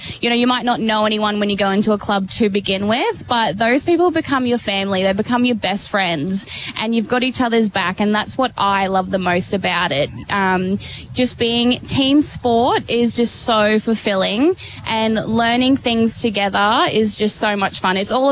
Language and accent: English; Queensland, Australia; now in Tasmania, Australia; So I grew up in Queensland